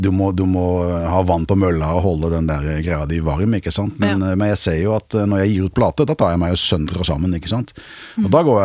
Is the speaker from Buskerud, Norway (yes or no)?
no; Nesodden, Akershus, Norway; eller jeg vokste opp på Nesodden, det derfor jeg sier I Oslobyen.